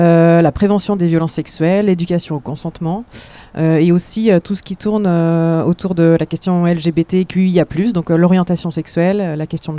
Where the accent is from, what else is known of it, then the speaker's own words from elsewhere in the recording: Mayenne, Pays de la Loire, France; moi je suis mayennaise, j'habite en Mayenne et j'ai été embauchée pour être la salariée qui agit en Mayenne.